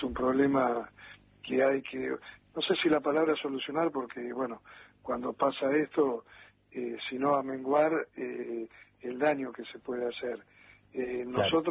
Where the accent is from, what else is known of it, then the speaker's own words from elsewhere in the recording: Argentina; no podemos permitirnos como argentinos, y esto no es una crítica a nadie